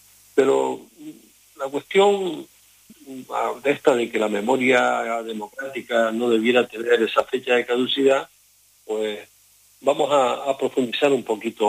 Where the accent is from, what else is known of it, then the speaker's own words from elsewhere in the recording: Canary Islands, Spain; esa época en mi pueblo, por ejemplo, sin Baleo y en muchos otros de Canarias, sabemos de montones de gente familiares que estuvieron en Cuba